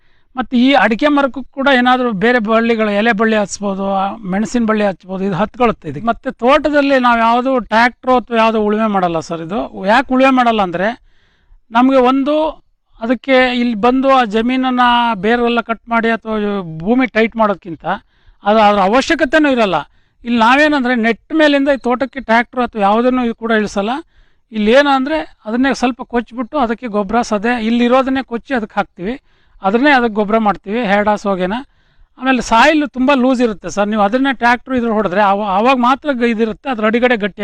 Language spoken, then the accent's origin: Kannada; Mungrolli, Karnataka, India; ನಾನು ಇಲ್ಲಿ ಸಾಗರ್ ತಾಲೂಕಿನವನು, ಮುಂಗ್ರೋಳ್ಳಿ ಅಂತ.